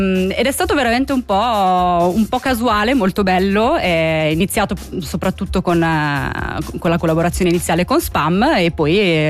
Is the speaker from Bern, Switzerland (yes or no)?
no; Bellinzona, Ticino, Switzerland; now in Lugano, Switzerland; Bellinzona. Trapiantata nel Luganese, però.